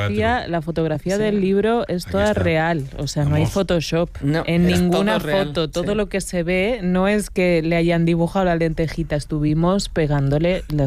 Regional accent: Extremadura, Spain; Es que yo soy muy extremeña.

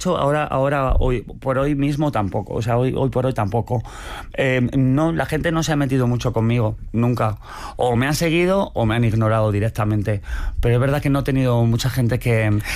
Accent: Fuenlabrada, Community of Madrid, Spain; born there; moved away as an adult; now in Granada, Spain; cuando vengo a Madrid, porque ahora vivo en Granada, pero cuando me quedo en Madrid, pues me quedo en mi casa de mis padres en Fuenlabrada

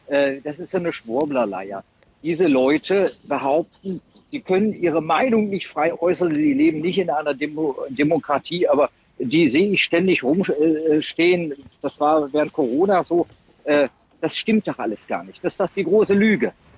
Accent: Saxony-Anhalt, Germany; born there; ich bin 1969 in Sachsen-Anhalt geboren, wofür ich nichts kann, logischerweise.

